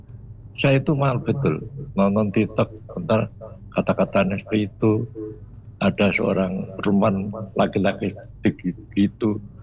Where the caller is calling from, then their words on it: Boyolali, Central Java, Indonesia; Saya dari Boyolali.